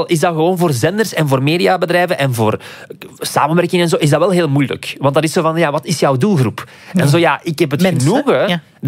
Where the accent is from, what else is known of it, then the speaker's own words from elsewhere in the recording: Aalst, East Flanders, Belgium; ik heb dezelfde tongval als Aaron. We zijn alle twee van het Aalsterse, van die kanten.